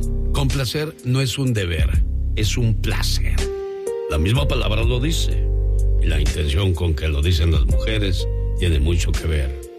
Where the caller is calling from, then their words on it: Huehuetenango, Guatemala; also born or lived in Douglas, Georgia, United States; Saludándote desde Guatemala, Cuicuilco, Huehuetenango, Huehuetenango. Yo antes te escuchaba en Douglas, Georgia. Allá viví toda mi niñez.